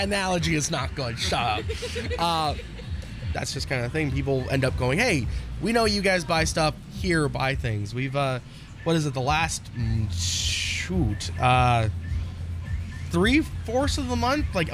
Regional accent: Utah, United States; I was born in 94, Scylla was 92. I'm actually originally from Utah, and there was a place there called the Nickelodeon

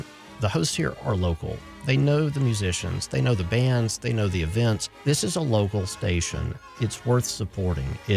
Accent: Huntsville, Alabama, United States; from Huntsville, Alabama.

